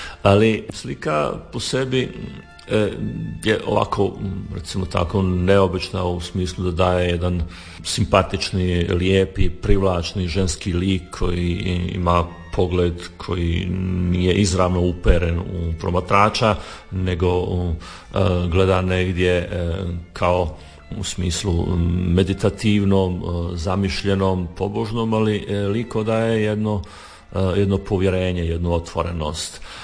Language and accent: Croatian; Sinj, Split-Dalmatia County, Croatia; Ja sam sam rođen u Sinju, ja sam sam odrastao u jednoj svijesti da je sasvim razumljivo da postoji Sinj, da postoji to hodočasničko mjesto, da postoji svetište.